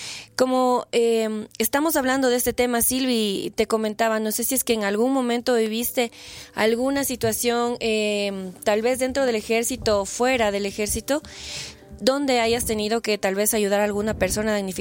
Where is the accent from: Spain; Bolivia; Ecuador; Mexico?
Ecuador